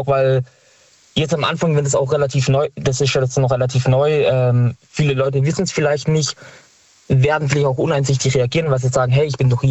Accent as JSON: {"language": "German", "town": "Stuttgart", "region": "Baden-Württemberg", "country": "Germany", "said": "Okay, bei uns in Stuttgart an den Haltestellen ist ja eh, wer mit der S-Bahn fährt und so weiter"}